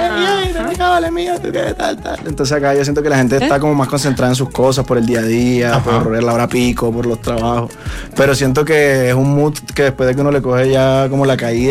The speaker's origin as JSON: {"language": "Spanish", "town": "Barranquilla", "region": "Atlántico", "country": "Colombia", "moved": "as an adult", "lives_now": "Bogotá, Colombia", "said": "Sí, yo soy de Barranquilla."}